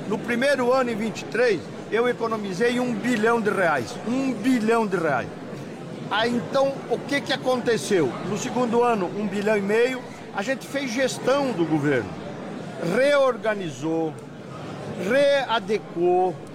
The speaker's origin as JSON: {"language": "Portuguese", "town": "Herval d'Oeste", "region": "Santa Catarina", "country": "Brazil", "said": "Eu sou do interior, eu sou de Herval Oeste"}